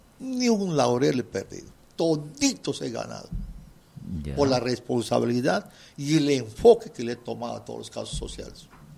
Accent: Tarapoto, San Martín, Peru

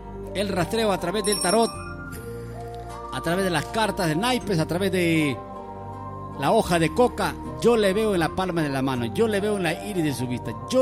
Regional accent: Huacho, Lima, Peru; now in Lima, Peru; Yo soy de la ciudad de Huacho. Yo soy de la ciudad de Huacho. De Huacho, la tierra de curanderos, brujos, hechiceros, tierra de alzadores, tierra de maestros de alta magia, Huacho. Yo tengo mi santuario en Lima más de 20 años.

